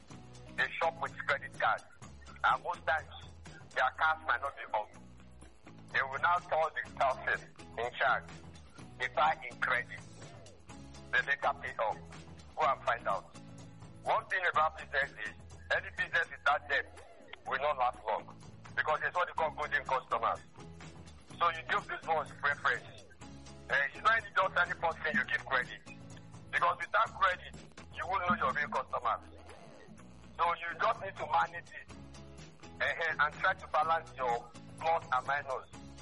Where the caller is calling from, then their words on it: Owerri, Imo, Nigeria; I'm calling from Owerri.